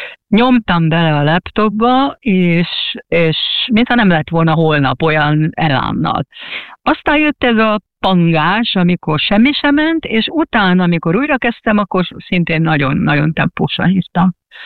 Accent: Hungary; mi magyarok vagyunk

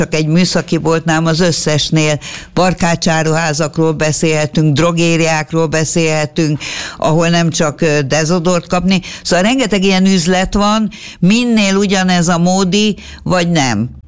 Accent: Budapest, Hungary; de én pehjemre budapesti vagyok

